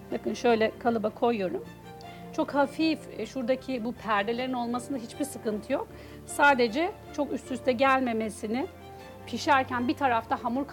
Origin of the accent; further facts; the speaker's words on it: Istanbul, Turkey; Ben başta da bahsettiğim gibi doğma büyüme İstanbulluyum. Annem de aynı şekilde.